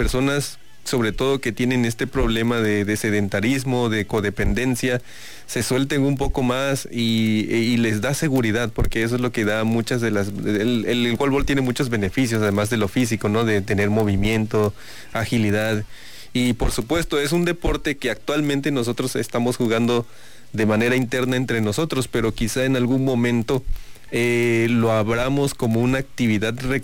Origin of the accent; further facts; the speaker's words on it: Tabasco, Mexico; somos de aquí, de Tabasco, todos.